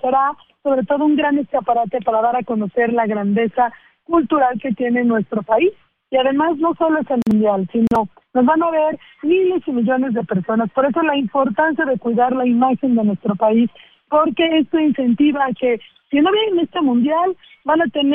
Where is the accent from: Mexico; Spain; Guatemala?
Mexico; No solo son los turistas internacionales, somos los mexicanos que turisteamos, que viajamos, y que justo eso llenamos nosotros los destinos.